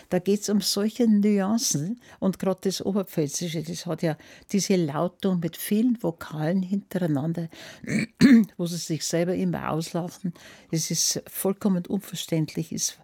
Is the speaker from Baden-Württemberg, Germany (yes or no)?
no; Niederding, Bavaria, Germany; also born or lived in Munich; Ich komme also aus München, Maria Hilfplatz geboren, da gibt es nicht mehr viele. Mein Geburtsjahr ist 1934. Aber ich bin nicht in München aufgewachsen, sondern in Niederding